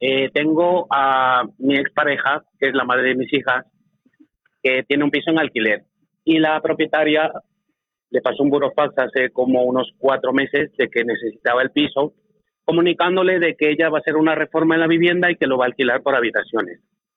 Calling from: Majadahonda, Community of Madrid, Spain; desde Majadahonda.

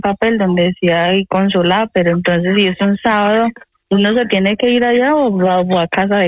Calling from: Madrid, Community of Madrid, Spain; me comunico desde Madrid.

